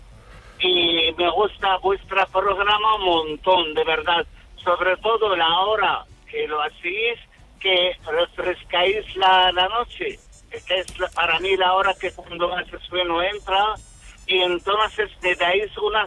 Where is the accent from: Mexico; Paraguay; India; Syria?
Syria; Damascus, Damascus Governorate; now in L'Ametlla de Mar, Spain; El origen de Siria, de Damasco.